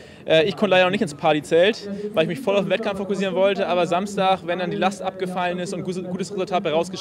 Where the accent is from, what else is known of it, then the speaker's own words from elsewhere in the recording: Schleswig-Holstein, Germany; ich als Schleswig-Holsteiner